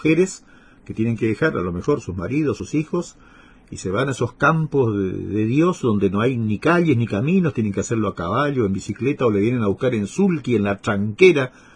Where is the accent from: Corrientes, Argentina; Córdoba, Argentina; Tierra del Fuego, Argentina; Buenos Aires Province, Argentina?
Corrientes, Argentina; San Roque; born there; also born or lived in Paso de los Libres; yo hice la primaria en San Roque. Después vine a Paso de los Libres, terminé la secundaria